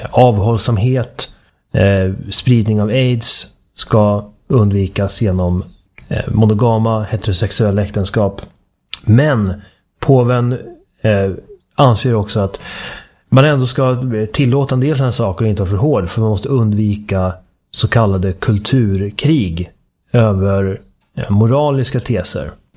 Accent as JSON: {"language": "Swedish", "country": "Sweden", "moved": "yes", "lives_now": "Malta", "said": "Som svensk så ser den väldigt bekant ut."}